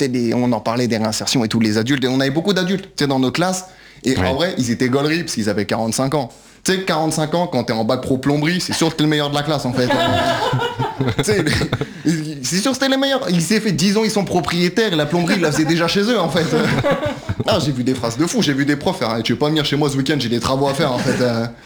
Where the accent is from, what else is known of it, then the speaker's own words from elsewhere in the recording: Brittany, France; Non, moi je suis breton, moi, à la base.